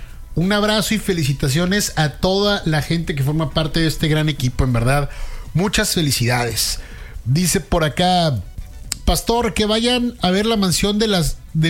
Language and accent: Spanish; Torreón, Coahuila, Mexico